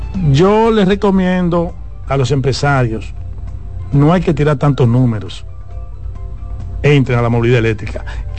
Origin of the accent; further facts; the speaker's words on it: Dominican Republic; nosotros como dominicanos